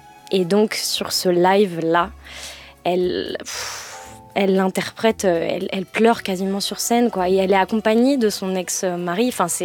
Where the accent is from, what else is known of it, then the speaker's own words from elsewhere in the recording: Rennes, Brittany, France; Je suis originaire de Rennes, ouais.